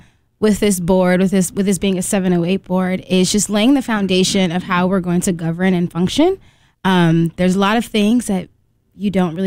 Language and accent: English; Springfield, Illinois, United States; I'm born and raised in Springfield, Illinois. I was raised on the east side. Graduated from Southeast High School before heading off to Mizzou for undergrad.